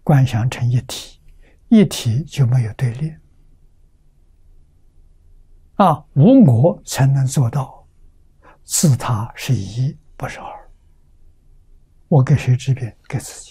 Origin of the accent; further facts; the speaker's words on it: China; 我们中国人叫疯人院啊